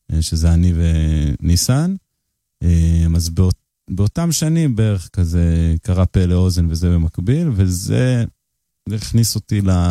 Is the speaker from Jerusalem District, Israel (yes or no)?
yes; Jerusalem, Jerusalem District, Israel; moved away as an adult; now in Haifa, Israel; ירושלמי במקור, חיפאי כבר, אני חושב קצת מעל עשור